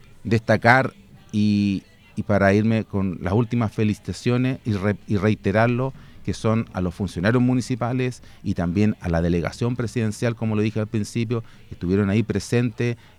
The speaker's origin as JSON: {"language": "Spanish", "town": "Colina", "region": "Santiago Metropolitan Region", "country": "Chile", "said": "todos nosotros que somos de Colina"}